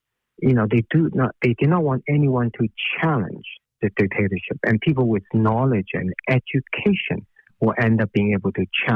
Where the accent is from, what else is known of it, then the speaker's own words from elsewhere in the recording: China; moved away; I grew up in China during the period called Cultural Revolution.